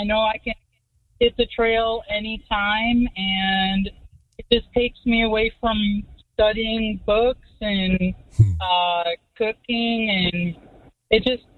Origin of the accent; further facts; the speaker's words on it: Park Forest, Illinois, United States; I grew up in Park Forest.